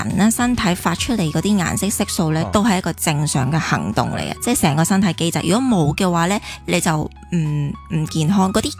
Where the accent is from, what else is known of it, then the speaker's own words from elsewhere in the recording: Philippines; 我本身系菲律宾人嚟噶